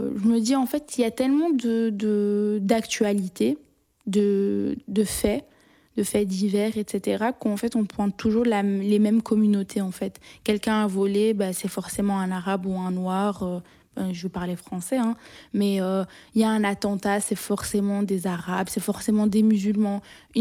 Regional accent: Belgium; Pour moi, c'est une évidence que déjà, eux qui nous pointent du doigt, la plupart, nous, on est nés en Belgique. Donc, on est belge, on est citoyen belge.

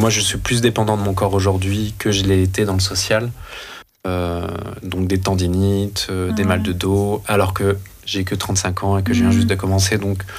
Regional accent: France; moved away as an adult; now in Brussels, Belgium; Moi je suis français. Mais voilà, j'ai emménagé ici en 2016.

